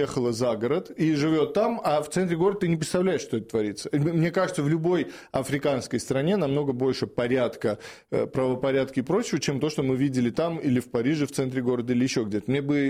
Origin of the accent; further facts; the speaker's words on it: Moscow, Russia; Я жил и в Европе, и обожаю мой родной город Москву.